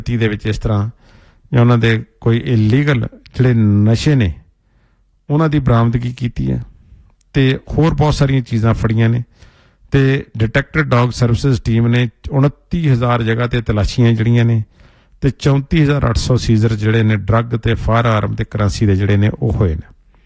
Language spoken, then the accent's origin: Punjabi; Punjab, India; now in Canada; ਅਸੀਂ ਪੰਜਾਬ ਤੋਂ ਆਏ ਹਾਂ ਅਤੇ ਜਿਸ ਖਿੱਤੇ 'ਚੋਂ ਆਏ ਹਾਂ ਉੱਥੇ ਅਫੀਮ ਜਿਹੜੀ ਹੈ ਜੀ, ਓਪੀਅਮ ਹੈ, ਉਸ ਦੇ ਬਾਰੇ ਅਸੀਂ ਚੰਗੀ ਤਰ੍ਹਾਂ ਜਾਣਦੇ ਹਾਂ